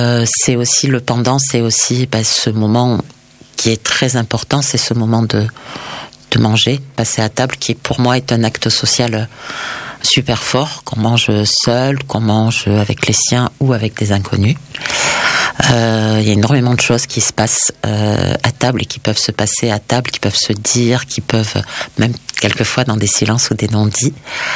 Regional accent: Auvergne-Rhône-Alpes, France; moi je suis une fille du Dauphiné. J'ai grandi dans le Dauphiné.

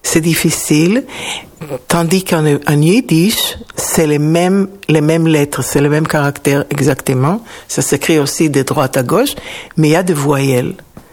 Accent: Israel; accent: Hebrew-influenced; French is a second language; comme je parle, mon accent est influencé par l'hébreu.

